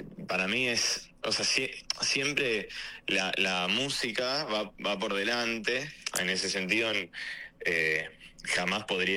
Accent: Buenos Aires, Argentina; Yo nací y crecí en Boedo, que es un barrio muy muy tanguero

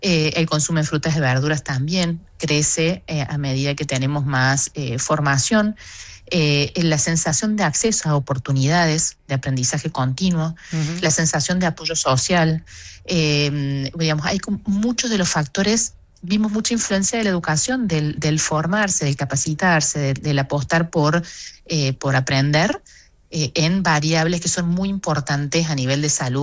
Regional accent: Argentina; nuestra confianza en nuestras habilidades como argentinos es buena

